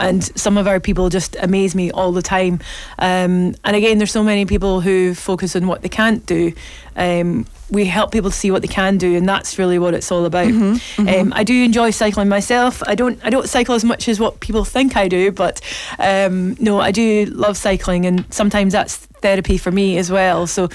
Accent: Glasgow, Scotland, United Kingdom; I'm born and brought up in Glasgow and I know this area, but I've never been on these paths before.

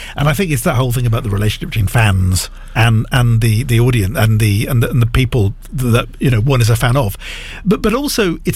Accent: Wales, United Kingdom; because I'm from South Wales

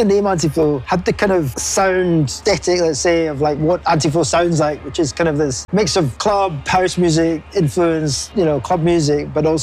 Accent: Glasgow, Scotland, United Kingdom; moved away as an adult; also born or lived in Edinburgh; now in London, United Kingdom; I was born in Glasgow, so I'm Glaswegian. Lived here till I was, went to university in Edinburgh, did that, fled back to Glasgow as quickly as I possibly could after the degree. Was living in the south side of Pollock Shields for a good few years

